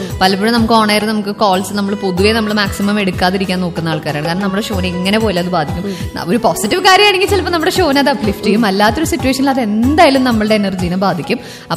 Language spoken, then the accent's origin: Malayalam; Thrissur, Kerala, India; accent: Thrissur slang; എനിക്ക് തോന്നുന്നു എന്റെ തൃശ്ശൂർ സ്ലാങ് എനിക്ക് അധികമില്ല, പക്ഷെ ചില വാക്കുകൾ ഇങ്ങനെ തൃശ്ശൂർ സ്ലാങ്ങിൽ കയറി വരാറുണ്ട്.